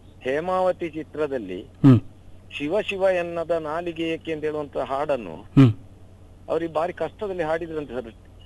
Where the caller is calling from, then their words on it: Aleti, Karnataka, India; ಸುಳ್ಯ ತಾಲೂಕು ಆಲೇಟಿ ಗ್ರಾಮದಿಂದ.